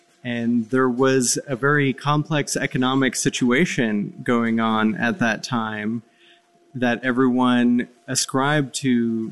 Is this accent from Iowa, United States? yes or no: yes; Mason City, Iowa, United States; my hometown has one of the largest rates of methamphetamine use in the state of Iowa